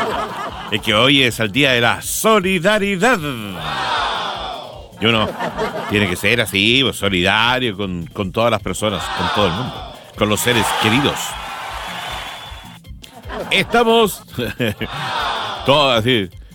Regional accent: Padre Hurtado, Santiago Metropolitan, Chile; ¿Somos o no somos solidarios los chilenos?

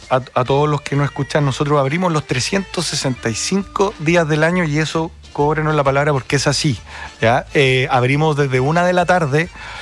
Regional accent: Valparaíso, Chile; nosotros somos 2 porteños nacidos y criados, de hecho mi socio vive acá en calle Rodríguez, se crió muy cerca de acá de la radio

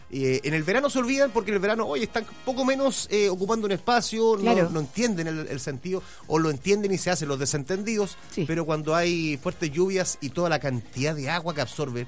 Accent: Hualpén, Biobío, Chile; provengo ahí de Hualpén, Talcahuano

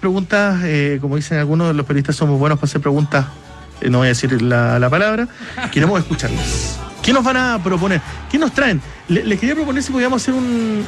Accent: Punta Arenas, Magallanes, Chile; yo soy de Punta Arena, me tocó ir al Festival de la Patagonia

